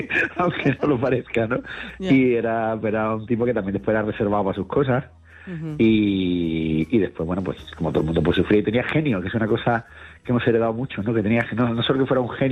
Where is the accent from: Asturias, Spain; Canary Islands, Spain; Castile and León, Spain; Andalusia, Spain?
Andalusia, Spain; Cádiz; No, yo además me crié en Cádiz, con lo cual